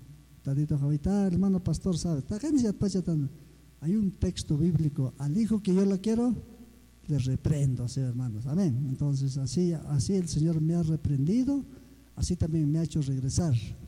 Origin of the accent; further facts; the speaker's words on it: Mazocruz, Puno, Peru; Yo soy de Mazocruz. Yo soy